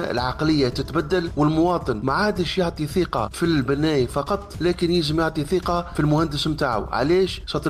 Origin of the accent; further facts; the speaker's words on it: Tunisia; أنا مواطن تونسي بصفتي مهندس